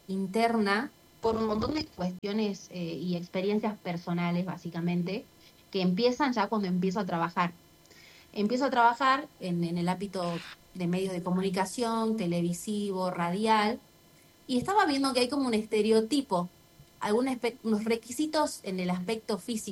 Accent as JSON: {"language": "Spanish", "region": "Salta", "country": "Argentina", "said": "soy yo de Salta"}